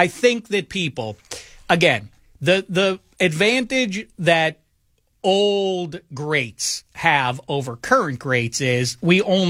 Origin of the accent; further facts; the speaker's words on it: Pittsburgh, Pennsylvania, United States; I grew up in Pittsburgh.